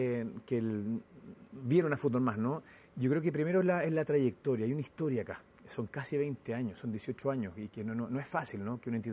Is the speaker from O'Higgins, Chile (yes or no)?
yes; Rancagua, O'Higgins, Chile; yo soy de Rancagua, estaba trabajando en la India hace 20 años.